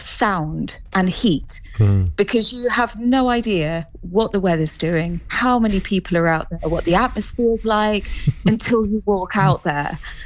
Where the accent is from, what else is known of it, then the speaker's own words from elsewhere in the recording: United Kingdom; I come from quite a royalist family anyway. So, you know, we love the royal family and we love being British